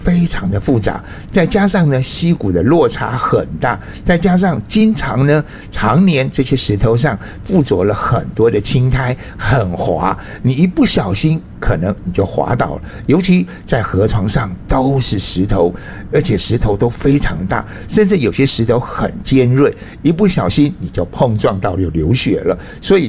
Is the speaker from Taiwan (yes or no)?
yes; Nanzhuang, Miaoli County, Taiwan; 有一部分呢那就是来自我老家苗栗南庄的中港溪。